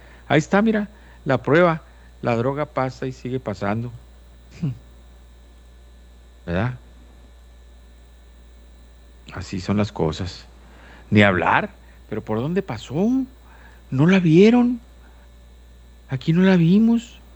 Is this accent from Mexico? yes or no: yes; Mexico; No sabes lo igual creativos que somos los mexicanos para pasar droga, ¿eh?